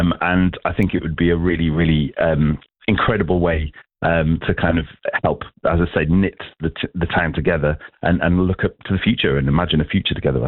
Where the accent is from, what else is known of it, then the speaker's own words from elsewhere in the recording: Wales, United Kingdom; I was growing up in South Wales